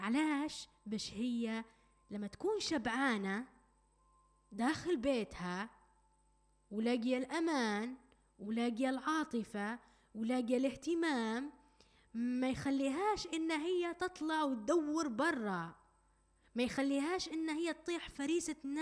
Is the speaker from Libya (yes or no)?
yes; Libya; احنا كليبيين هيك تربينا، هيك تربينا.